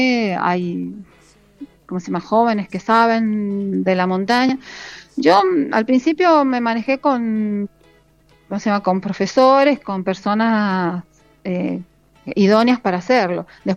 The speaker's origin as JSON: {"language": "Spanish", "town": "Luján de Cuyo", "region": "Mendoza", "country": "Argentina", "said": "yo hago deporte acá en el Polideportivo de Luján de Cuyo, soy acá de Luján."}